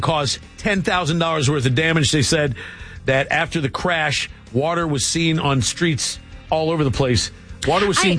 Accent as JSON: {"language": "English", "region": "Maryland", "country": "United States", "tie": "born or raised there", "said": "I grew up in Anne Arundel County. I mean, there were no buildings around."}